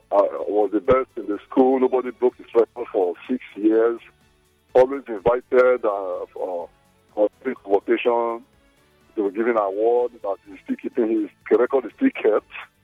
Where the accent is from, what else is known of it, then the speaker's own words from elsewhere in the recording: Nigeria; born there; I am a Nigerian. I grew up here, and I'm still here. I have my children here.